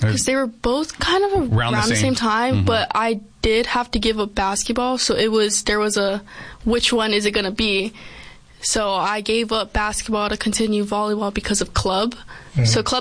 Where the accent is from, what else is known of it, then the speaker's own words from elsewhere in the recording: Hawaii, United States; Yes, so I was living there my whole entire life, and then wound up here.